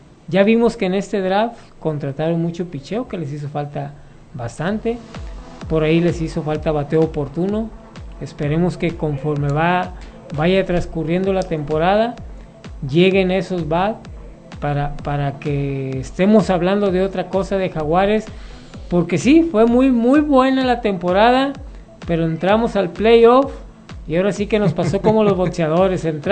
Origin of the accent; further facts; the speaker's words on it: Mexico; Como buen mexicano nos conformamos que hasta ahí llegó Estados Unidos